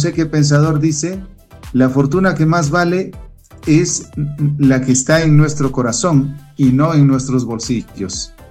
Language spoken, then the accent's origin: Spanish; Baños de Agua Santa, Tungurahua, Ecuador; born there; yo nací en Baños de Agua Santa y siempre fui mariano por mi madre, la Virgen del Rosario de Agua Santa.